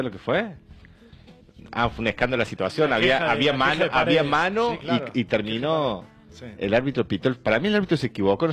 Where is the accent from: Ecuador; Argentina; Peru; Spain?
Argentina; Córdoba; No, yo voy por Belgrano el domingo, por supuesto, como cordobés.